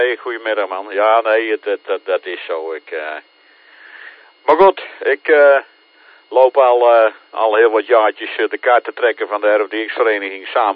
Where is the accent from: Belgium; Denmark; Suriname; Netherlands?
Netherlands; Ede, Gelderland; moved away; ik kom oorspronkelijk uit Ede